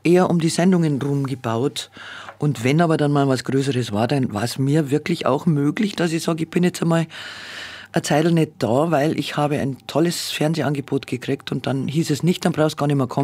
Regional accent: Günzburg, Bavaria, Germany; born there; Ja, in meiner Geburtsstadt, so muss man sagen, ganz genau.

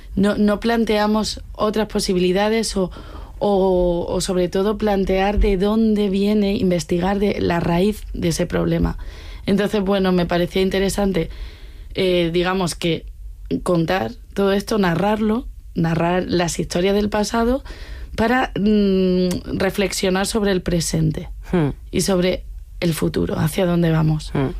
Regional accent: Andalusia, Spain; moved away as an adult; now in Madrid, Spain; yo soy madrileña de adopción, porque soy de Andalucía, me vine a estudiar aquí y he vivido muchos años en Lavapiés.

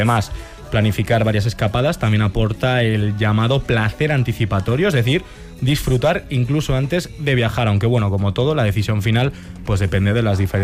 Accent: Pamplona, Navarre, Spain; Yo, yo soy de Pamplona, entonces los amigos los heredas de tus padres.

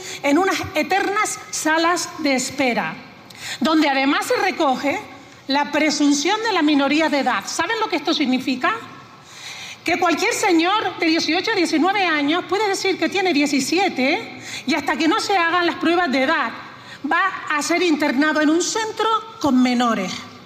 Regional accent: Canary Islands, Spain; lo que los canarios hemos sentido

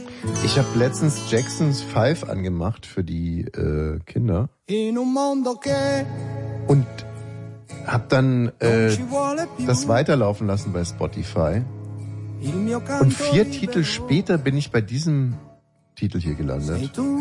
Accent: Rathenow, Brandenburg, Germany; Ich bin in Rathenow nur öfters mal aufgewachsen.

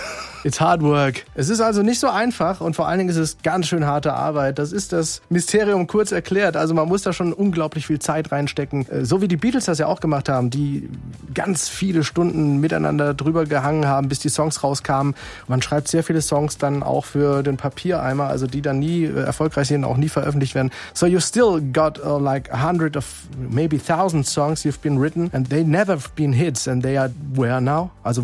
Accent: Speyer, Rhineland-Palatinate, Germany; Ich habe sie selbst schon live erleben dürfen hier in Deutschland, in Speyer, in meiner Heimatstadt

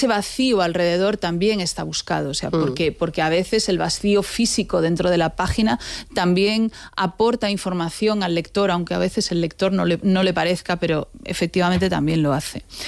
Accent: A Coruña, Galicia, Spain

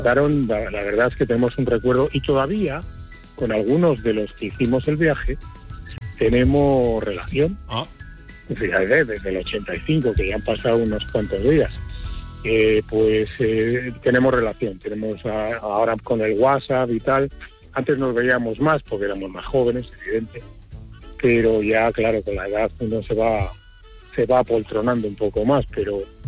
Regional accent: Catalonia, Spain; Soy catalán, pero bueno, casi

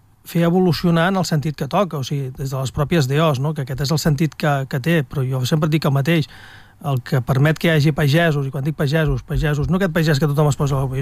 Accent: Catalonia, Spain; Som catalans

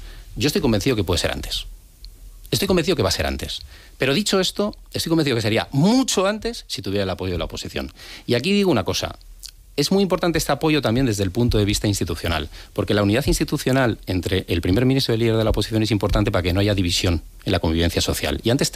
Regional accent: San Sebastián, Basque Country, Spain; now in Madrid, Spain; yo cuando llegué de Donosti a Madrid, hoy Madrid F, que eso da para un programa entero.

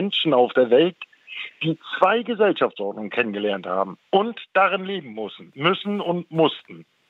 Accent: Mecklenburg-Vorpommern, Germany; moved away as an adult; now in Kiel, Germany; ich komme aus Kiel, bin geboren in Mecklenburg und bin mit meinem 20. Lebensjahr 1990 in Kiel hängen geblieben, aus beruflichen Gründen.

